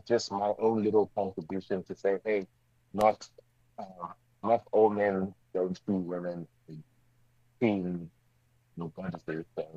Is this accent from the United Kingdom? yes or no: no; Zimbabwe; my mother is from Mozambique, and I grew up in Zimbabwe as well.